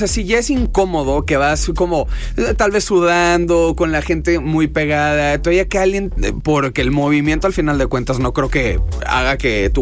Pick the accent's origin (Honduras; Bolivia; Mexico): Mexico; como somos los mexicanos